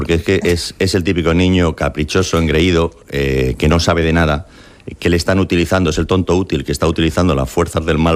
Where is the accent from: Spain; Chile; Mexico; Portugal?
Spain; now in United States; Sí, porque yo soy ciudadano americano, soy español, porque nací aquí y tal, y fui al Colegio de los Sagrados Corazones